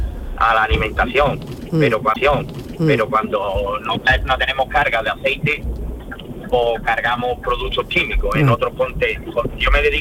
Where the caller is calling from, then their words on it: Seville, Andalusia, Spain; Yo estoy ahora mismo aquí en Sevilla, en la S30